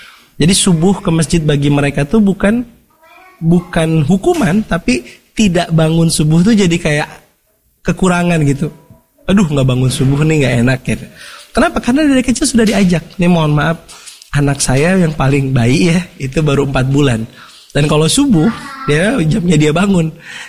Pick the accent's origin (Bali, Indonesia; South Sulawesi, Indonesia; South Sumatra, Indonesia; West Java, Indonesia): West Java, Indonesia; Bandung; dulu ini masya Allah saya kan orang Bandung. Sekolah di Gontor, di Jawa Timur.